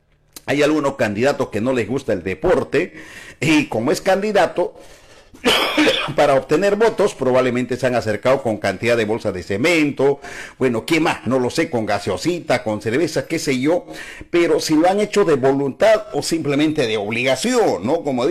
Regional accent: Puno, Peru; somos parte de Choquechaca

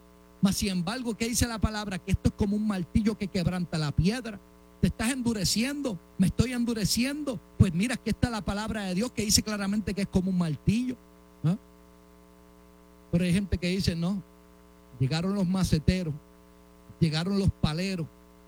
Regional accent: Puerto Rico; Mire que a los puertorriqueños les gusta hablar. Muchos de nosotros hablamos más que un loro.

